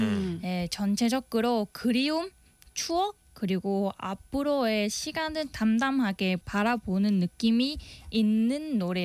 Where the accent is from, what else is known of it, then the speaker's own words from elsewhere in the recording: Vietnam; Korean is a second language; moved away as an adult; now in Ulsan, South Korea; 저는 베트남에서 온 … 한국에서 4년 동안 생활하면서 한국어와 한국 문화를 많이 배웠고